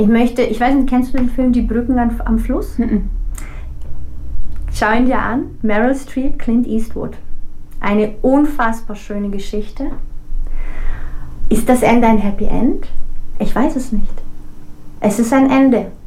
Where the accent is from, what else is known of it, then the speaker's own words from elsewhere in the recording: Russia; moved away; Viele wissen nicht, dass ich gebürtige Russin bin.